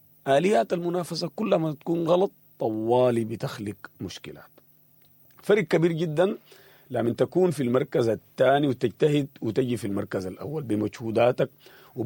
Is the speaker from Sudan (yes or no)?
yes; Sudan; والموضوع ده في حد ذاته مهم جدا لنا أن إحنا كسودانيين وبالذات في الوقت الحالي